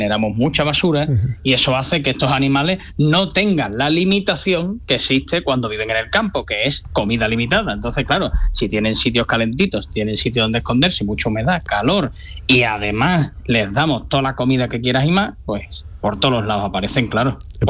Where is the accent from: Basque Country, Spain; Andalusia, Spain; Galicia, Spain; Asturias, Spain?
Andalusia, Spain; Cádiz; now in Madrid, Spain; Yo soy de Cádiz, ¿no? Estoy aquí trabajando en Madrid, yo soy de Cádiz.